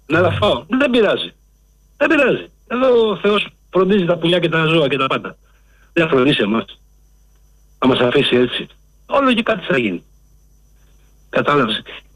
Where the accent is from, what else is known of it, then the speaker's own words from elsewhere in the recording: Greece; Εγώ πήρα να πω ότι δεν τρέπομαι ρε φίλε που είμαι Έλληνας. Πραγματικά δεν τρέπομαι που είμαι Έλληνας.